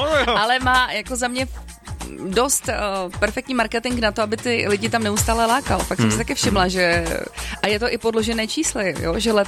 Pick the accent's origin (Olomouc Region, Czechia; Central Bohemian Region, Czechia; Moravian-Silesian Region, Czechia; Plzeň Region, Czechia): Moravian-Silesian Region, Czechia; Ostrava; že já jsem z Česka, ještě k tomu z Ostravy